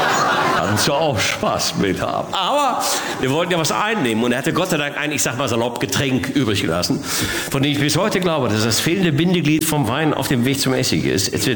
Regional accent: North Rhine-Westphalia, Germany; Jetzt komme ich aus dem Ruhrgebiet

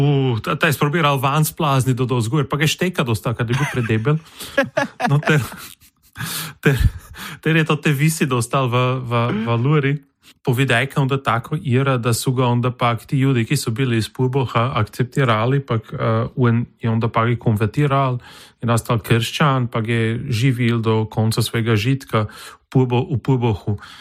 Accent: Burgenland, Austria; ich bin Burgenländer

